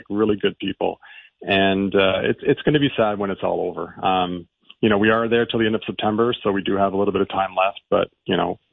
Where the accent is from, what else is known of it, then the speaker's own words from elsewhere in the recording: Ottawa, Ontario, Canada; Yeah, I'm from Ottawa, so I remember the old Hazeldene Market